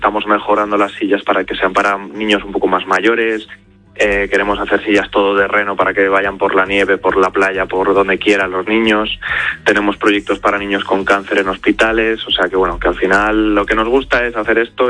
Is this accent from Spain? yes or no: yes; Madrid, Community of Madrid, Spain; yo soy de Aluche, he visto en mi barrio, siempre he visto desigualdades